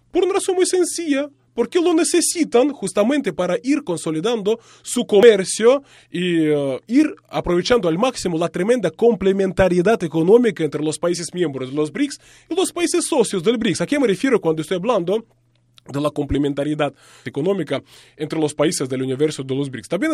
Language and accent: Spanish; Russia; la cumbre de los BRICS que se celebró en el año 2024 en mi país, en Rusia.